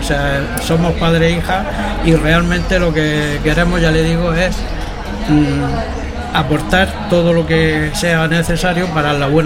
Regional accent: Alhama de Murcia, Region of Murcia, Spain; now in Lorca, Spain; en Alhama de Murcia, que es mi pueblo

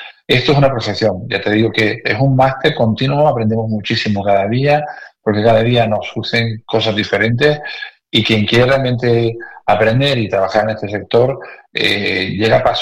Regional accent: Canary Islands, Spain; now in Catarroja, Spain; mi padre Canarias, yo soy canario, por mi acento ves que no soy de aquí.

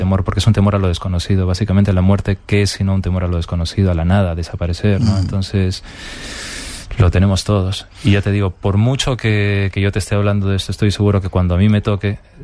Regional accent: Peru; now in Madrid, Spain; yo soy de Perú y mi abuela falleció en Arequipa, en el sur de Perú, y yo estaba aquí en Madrid.

